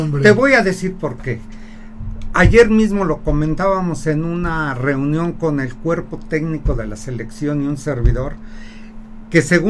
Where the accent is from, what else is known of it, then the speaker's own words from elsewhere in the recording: Puebla, Mexico; born there; soy poblano de nacimiento y de todo corazón siempre